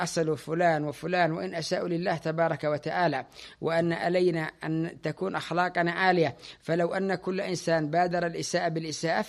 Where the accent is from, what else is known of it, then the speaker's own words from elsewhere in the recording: Yemen; عندنا في اليمن